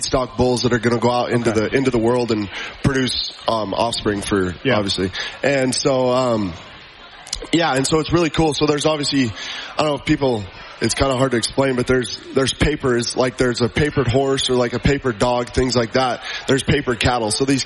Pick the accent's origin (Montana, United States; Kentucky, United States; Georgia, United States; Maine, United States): Montana, United States; Helena; born or raised there